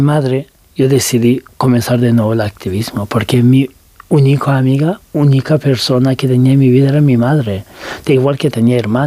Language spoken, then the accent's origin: Spanish; Turkey; now in Spain; Da igual que seas también turco, porque digo, soy turco y podía pasar más fácil que los otros muchos, pero de igual forma molestaban mucho y querían deportarme a Irán.